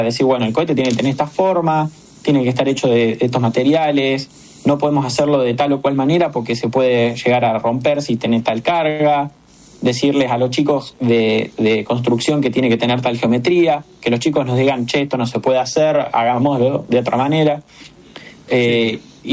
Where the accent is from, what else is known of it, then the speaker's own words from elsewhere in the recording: Argentina; que para nosotros como argentinos es un logro.